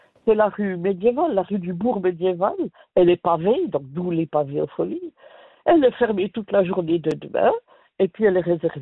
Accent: Neuchâtel, Switzerland; also born or lived in La Chaux-de-Fonds; Enfin, de la région de Neuchâtel.

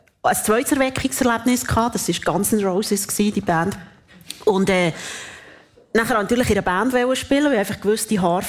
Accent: Thun, Bern, Switzerland; also ich bin in Thun aufgewachsen und dort hat es ein Restaurant

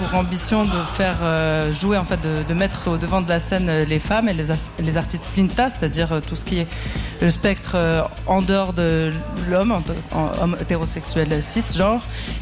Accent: Morocco; also born or lived in Switzerland; Moi, je viens du Maroc, donc c'est plutôt origan, voilà.

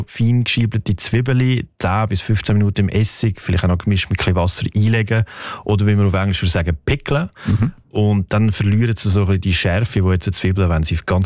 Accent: Switzerland; Oder bei uns in der Schweiz kennt man natürlich den Servelab besonders gut.

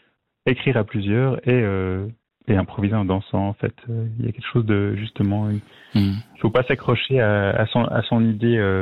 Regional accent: Lausanne, Vaud, Switzerland; now in Vevey, Switzerland; je suis né à Lausanne, j'ai passé, voilà, maintenant j'habite à Vevey, mais j'ai habité 20 ans là-bas.

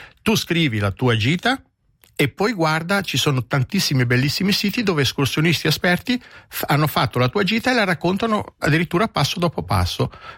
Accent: Ticino, Switzerland; In Ticino siamo ben organizzati

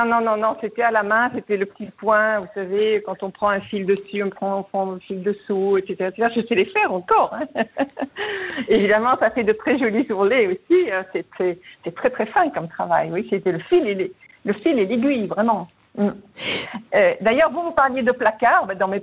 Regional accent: France; En France, puisque je suis française d'origine, je recherche les magasins de mon enfance, je les trouve plus.

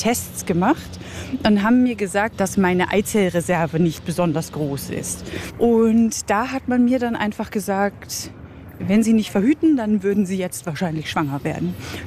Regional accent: Germany; moved away as an adult; now in Basel, Switzerland; Ich komme aus Deutschland, wie man hört, und bin seit 2013 in der Schweiz, damals fürs Praktikum gekommen und dann einfach nie wieder gegangen.

